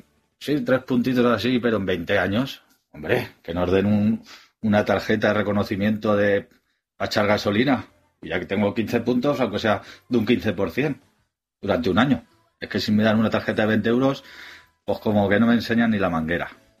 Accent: Valencia, Valencian Community, Spain; el asísmico.

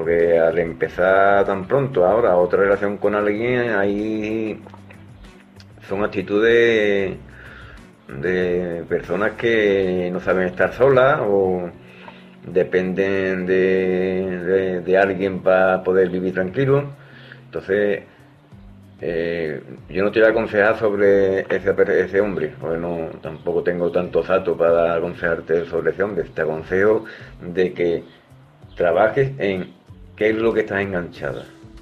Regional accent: Andalusia, Spain; Corresponsales … desde Huelva. A ver, lo primero es pedir disculpas. Por si mi acento y pronunciación, yo que soy de un pueblo cerraillo de Huelva, pues no pronuncio algunas cosas bien o muy rápido

